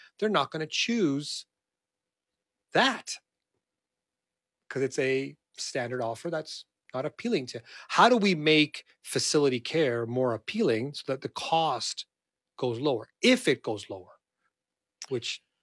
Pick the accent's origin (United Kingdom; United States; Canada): Canada; As a Canadian, I want everybody to have access to healthcare.